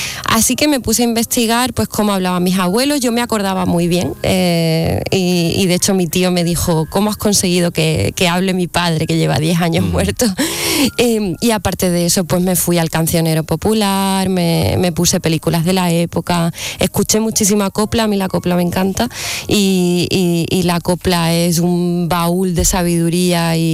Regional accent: Spain; now in Córdoba, Spain; nos ha constituido como españoles

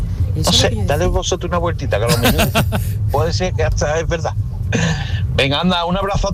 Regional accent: Seville, Andalusia, Spain; Buenas tardes … de Sevilla.

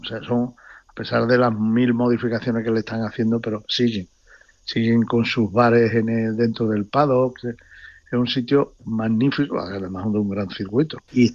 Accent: Andalusia, Spain; somos andaluces todos, tío. Es que los andaluces somos y vivimos de una manera distinta al resto del mundo.

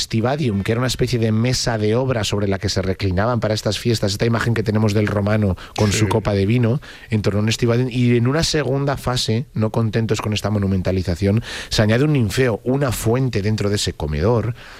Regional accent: Castilla-La Mancha, Spain; born there; moved away; yo que vengo de Castilla-La Mancha, vuelvo a mi pueblo

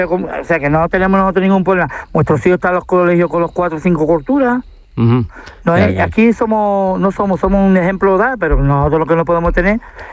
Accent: Spain; O sea, yo me considero más español que nadie, aunque sea de religión musulmana.

